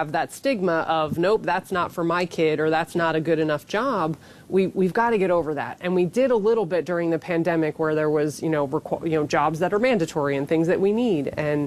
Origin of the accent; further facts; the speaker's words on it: East Coast, United States; now in California, United States; I'm from the East Coast, so it's different.